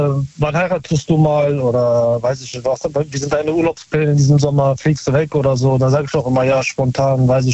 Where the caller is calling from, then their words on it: Berlin, Germany; Aus Neukölln.